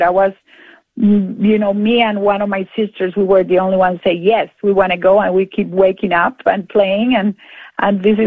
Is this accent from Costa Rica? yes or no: yes; Costa Rica; now in Atlanta, United States; right now I live in Atlanta, Georgia, but I was born in Costa Rica.